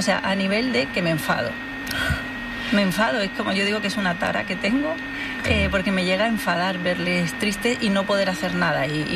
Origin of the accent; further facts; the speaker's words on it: Almería, Andalusia, Spain; moved away as an adult; now in Madrid, Spain; yo estudié en Almería, soy de Almería, perdón, quizá me podría haber ido a estudiar fuera, pero bueno, nos quedamos allí, también hablo por mi hermana Carmen, y luego sí que me vine a Madrid, vine a hacer un máster a Madrid